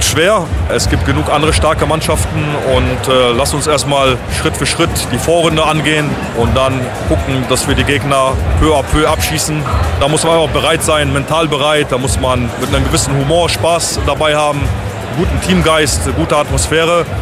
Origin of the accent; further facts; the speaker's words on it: Poland; Ich schau immer, wo ich herkomme. Ich komme aus Polen, aus dem Nix, vom Bolzplatz